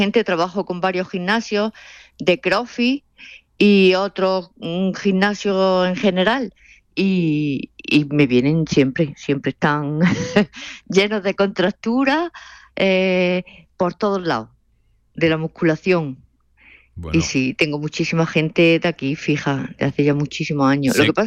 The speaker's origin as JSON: {"language": "Spanish", "town": "Jaén", "region": "Andalusia", "country": "Spain", "moved": "yes"}